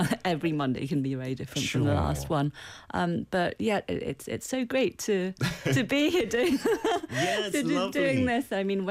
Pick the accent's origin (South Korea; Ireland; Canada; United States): South Korea; Seoul; moved away; also born or lived in Busan; So I was born in Busan. Yeah. And then moved to Seoul at age 2.